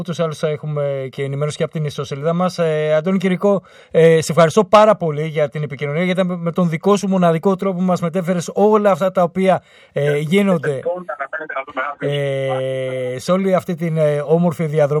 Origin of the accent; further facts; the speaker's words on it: Atalanti, Central Greece, Greece; moved away; Η Αταλάντη, η οποία είναι η ιδιαίτερη πατρίδα μου.